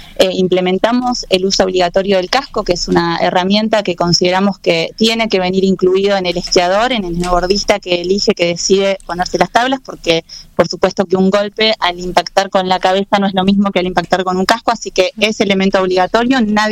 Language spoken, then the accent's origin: Spanish; Esquel, Chubut, Argentina; Bueno, yo nací y crecí en Esquel